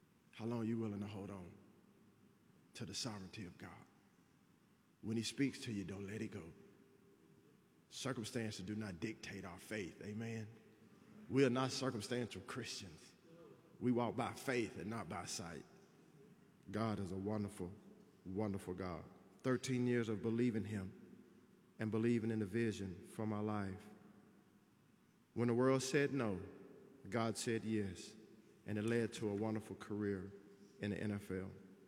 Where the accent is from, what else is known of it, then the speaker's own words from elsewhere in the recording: Texas, United States; I'm from Texas. It would have been an easy deal.